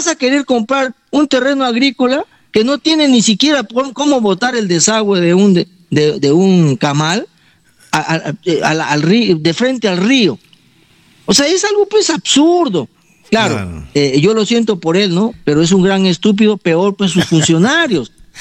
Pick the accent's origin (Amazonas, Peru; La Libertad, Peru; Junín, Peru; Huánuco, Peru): Amazonas, Peru; Bagua Grande; nuestra ciudad de Babo Grande